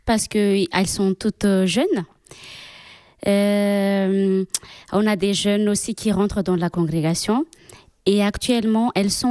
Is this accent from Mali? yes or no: no; Antsirabe, Vakinankaratra, Madagascar; French is a second language; moved away as an adult; now in Albi, France; Je viens plutôt de Antsirabe, la région qui est au centre de Madagascar, c'est-à-dire à 90 km de la capitale.